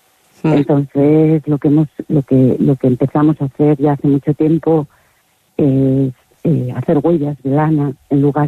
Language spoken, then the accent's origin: Spanish; Castile and León, Spain; porque mi pueblo está muy cerca de Babia y la cañada occidental leonesa llegaba hasta Babia.